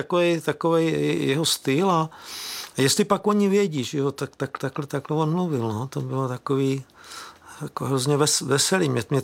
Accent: Hořice, Hradec Králové Region, Czechia; No a v Hořicích pod Krkonoší, odkud pocházím, byl nějaký pan kapelník

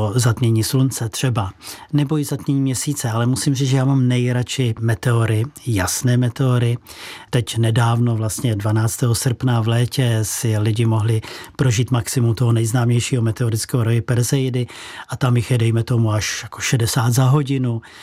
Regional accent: Prague, Czechia; born there

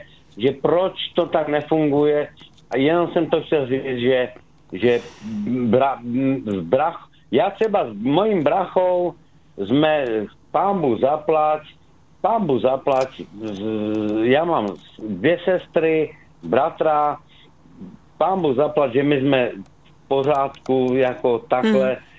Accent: Skotnice, Moravian-Silesian Region, Czechia; Že jsem ze Skotnice

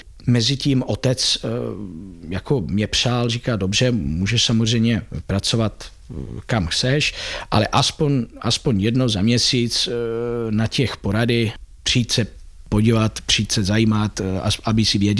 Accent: Tuscany, Italy; Czech is a second language; moved away as an adult; also born or lived in Pisa / Netherlands; now in Czech Republic; já jsem strávil moje dětství v Toskánsku, v Itálii

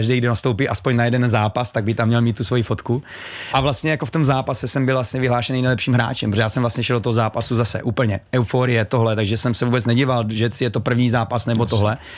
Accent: Brno, South Moravian Region, Czechia; konečně tady zase někdo z Brna

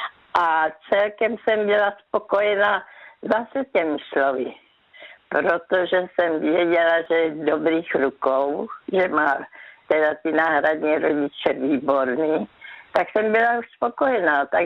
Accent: Brno, South Moravian Region, Czechia; Já jsem byla z Brna

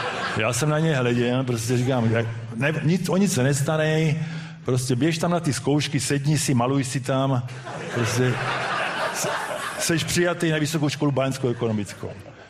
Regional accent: Uherské Hradiště, Zlín Region, Czechia; pocházím z Uherského Hradiště

